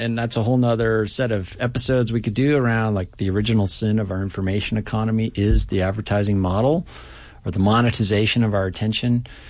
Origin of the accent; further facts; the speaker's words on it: New Hampshire, United States; I grew up in New Hampshire, which is next to Vermont.